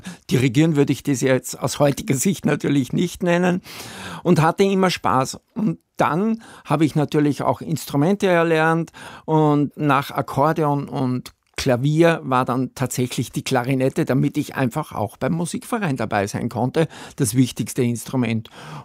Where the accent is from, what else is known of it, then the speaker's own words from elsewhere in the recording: Upper Austria, Austria; moved away as an adult; also born or lived in Vienna; now in Bavaria, Germany; Ich bin in Oberösterreich sehr ländlich aufgewachsen